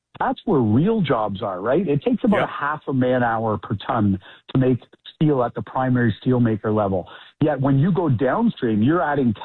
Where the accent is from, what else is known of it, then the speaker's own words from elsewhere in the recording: Canada; For the record, Lars, I'm a Canadian. I still reside in Canada. I started my company in Canada.